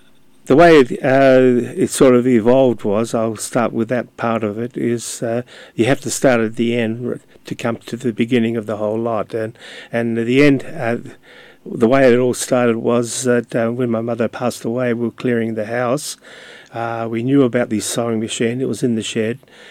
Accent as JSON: {"language": "English", "town": "Tailem Bend", "region": "South Australia", "country": "Australia", "tie": "born or raised there", "first_language": "Ukrainian", "second_language": "English", "said": "English wasn't my first language. It was Ukrainian. As I grew up, we grew up in a small country town, Tail and Bend."}